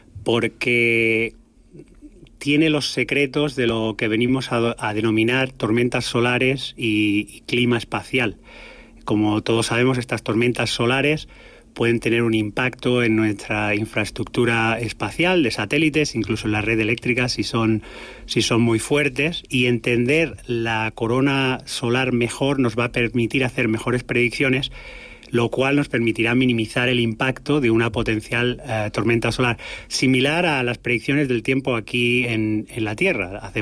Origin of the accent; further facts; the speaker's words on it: Terrassa, Catalonia, Spain; a mí me hace mucha ilusión celebrar un evento de tal magnitud con mi gente aquí en mi casa, en mi país.